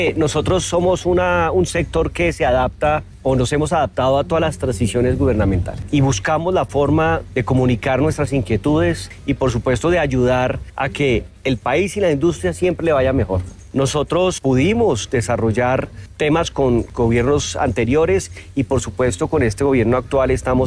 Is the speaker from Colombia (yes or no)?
yes; Colombia; me siento orgulloso como colombiano de contarlo.